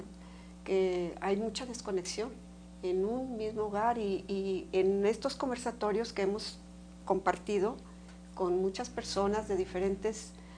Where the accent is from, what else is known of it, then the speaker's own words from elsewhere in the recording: Mexico; es nuestra solidaridad como mexicanos.